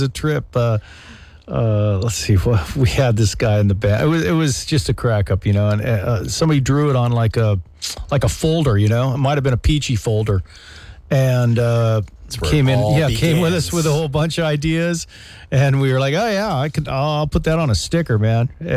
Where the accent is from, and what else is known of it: Los Angeles, California, United States